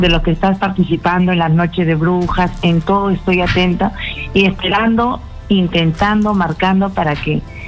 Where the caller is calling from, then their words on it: Ate, Lima, Peru; Me llamo desde Ate, Mosul.